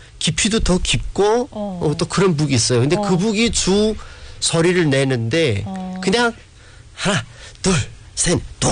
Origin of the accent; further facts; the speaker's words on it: China; 저는 제가 조선족이라서가 아니라